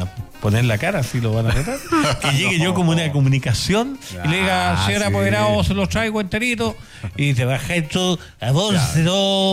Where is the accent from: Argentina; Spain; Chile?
Chile; Peumo, O'Higgins; moved away; Yo soy de campo. Yo vengo de Peumo.